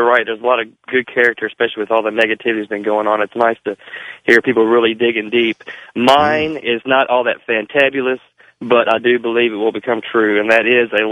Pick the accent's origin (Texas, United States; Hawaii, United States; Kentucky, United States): Kentucky, United States; And I'm originally from Western Kentucky